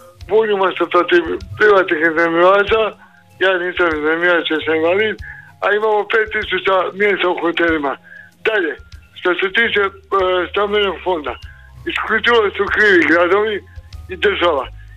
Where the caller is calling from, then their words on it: Croatia; mi smo Hrvati kontradiktorni.